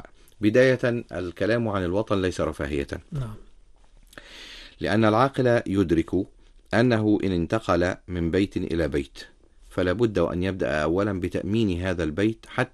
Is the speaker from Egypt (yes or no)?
yes; Egypt; أنا مواطن اتولدت وعشت وتربيت في مصر